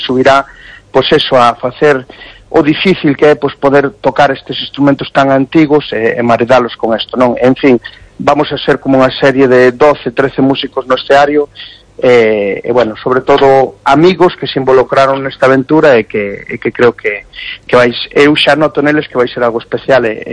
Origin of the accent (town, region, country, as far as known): Galicia, Spain